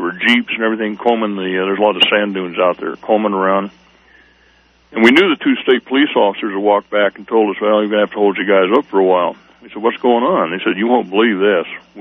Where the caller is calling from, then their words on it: New Mexico, United States; I'm in New Mexico.